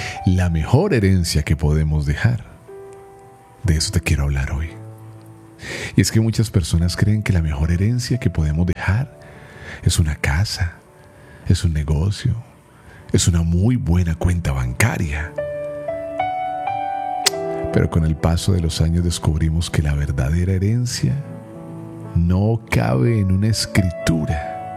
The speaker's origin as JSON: {"language": "Spanish", "country": "Colombia"}